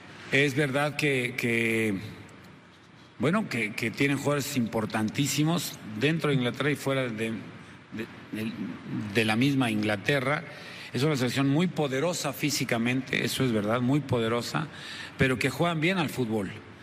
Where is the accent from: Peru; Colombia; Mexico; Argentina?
Mexico; somos 11 mexicanos que tenemos que hacer gol allá y que no te hagan gol aquí.